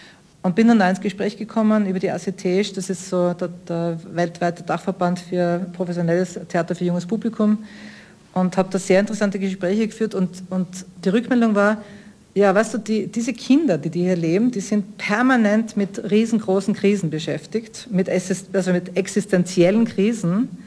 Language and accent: German; Schladming, Styria, Austria; born there; now in Vienna, Austria; Also ich bin in Schladming geboren, aber meine Eltern waren die Zurkroasten.